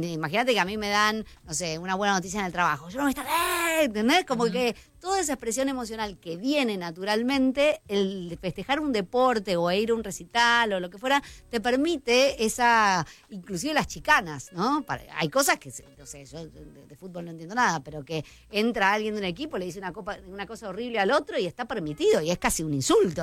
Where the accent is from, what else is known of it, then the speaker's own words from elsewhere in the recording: Argentina; la vida es más compleja que somos todos argentinos.